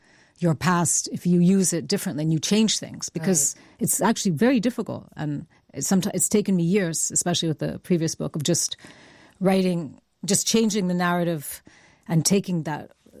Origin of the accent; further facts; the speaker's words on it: Mexico; English is a second language; now in United Kingdom; well, actually, I feel more British Mexican. I've lived here longer than anywhere else. And apart from my accent, it's very much the English that I use.